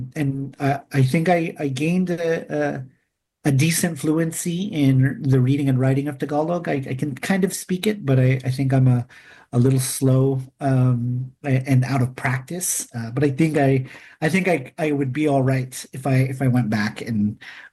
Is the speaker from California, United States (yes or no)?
yes; Oceanside, California, United States; also born or lived in Detroit, United States / Henderson, United States / Redlands, United States; I was born in Detroit, but we started moving west. Maybe when I was about 2 years old, we moved to Las Vegas, or Henderson, technically, and then we moved to Redlands, California, in the Inland Empire, and then by the time I was 10 years old, we moved to Oceanside.